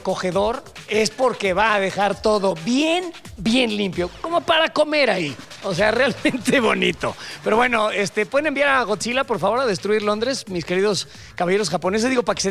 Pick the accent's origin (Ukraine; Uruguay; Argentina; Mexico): Mexico